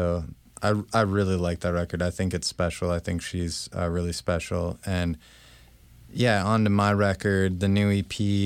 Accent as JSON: {"language": "English", "town": "St. Paul", "region": "Minnesota", "country": "United States", "tie": "born or raised there", "also_born_or_lived": "Oakdale, Minnesota / New York / California", "moved": "as an adult", "said": "I grew up in East St. Paul, And then I moved to Oakdale when I was a bit older"}